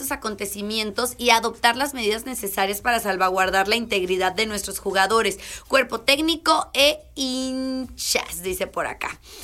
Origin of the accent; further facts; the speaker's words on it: Mexico; sí, somos mexicanos